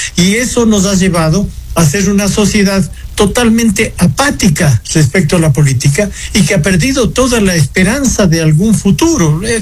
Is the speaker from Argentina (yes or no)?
no; Ecuador; eso a mí me parece tremendamente triste como ecuatoriano.